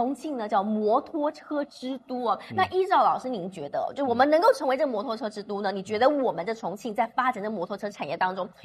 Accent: Taiwan; 我是来自台湾

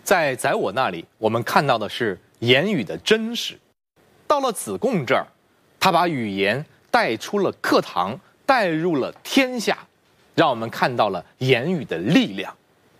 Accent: Qufu, Shandong, China; moved away; 我就想起我的老家山东曲阜

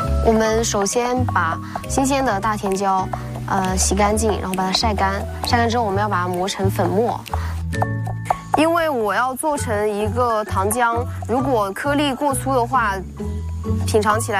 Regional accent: Shaodong, Hunan, China; 湖南邵阳邵东人。因为我本身是湖南人，而且呢我们湖南人就爱吃辣嘛

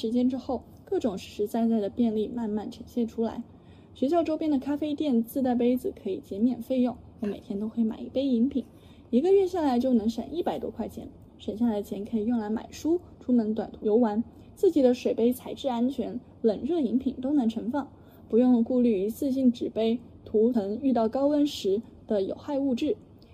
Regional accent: China; 我是从小在大陆长大的台湾青年

